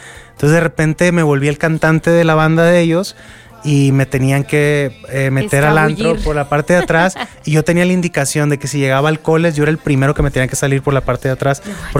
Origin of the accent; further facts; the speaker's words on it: Culiacán, Sinaloa, Mexico; born there; Mi tatarabuelo, yo creo que era alemán, es … Yo soy mexicano, okay. Nací en Culiacán, pero te digo, crecí también rodeado del regional mexicano.